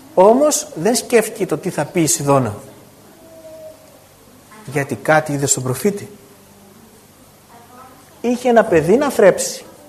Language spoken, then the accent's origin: Greek; Greece; είμαστε Έλληνες.